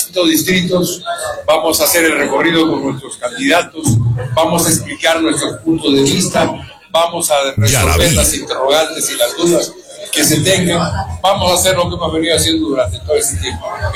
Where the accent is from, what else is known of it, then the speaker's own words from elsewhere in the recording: Arequipa, Peru; Soy arequipeño también